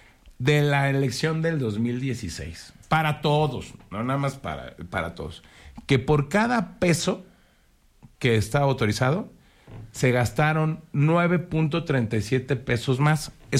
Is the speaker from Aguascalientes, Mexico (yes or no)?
yes; Aguascalientes, Mexico; Pues somos iguales, somos mexicanos. Somos hermanos, somos hidrocálidos.